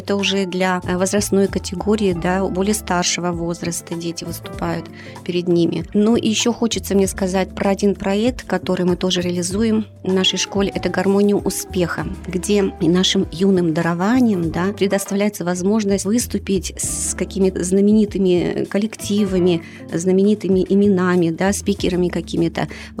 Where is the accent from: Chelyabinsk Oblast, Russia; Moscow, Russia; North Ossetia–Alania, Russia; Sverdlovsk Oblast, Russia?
Chelyabinsk Oblast, Russia; Kopeysk; born there; я сама родилась в Копейске, и я здесь живу и творю